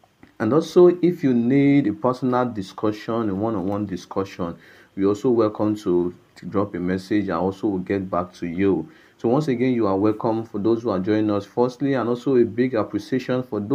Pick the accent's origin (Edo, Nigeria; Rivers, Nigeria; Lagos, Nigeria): Edo, Nigeria; Okada Town; from Okada Town, Edo State, Nigeria.